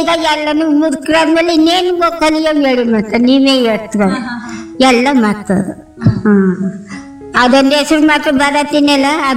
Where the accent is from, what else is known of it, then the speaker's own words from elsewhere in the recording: Karnataka, India; born there; moved away as an adult; now in Devalapura Hadi, Sargur taluk, India; ನಾವು ಹುಟ್ಟಿದ್ದು ನಾಣಪುರ, ಬೆಳ್ಳೂರುಂಡಿ ಅಂತ ನಾಣಪುರ ಕುರುಬ್ರಾಡಿ. ನಾ ಅಲ್ಲಿಂದ ಇಲ್ಲಿ ಮದುವಾದಿ.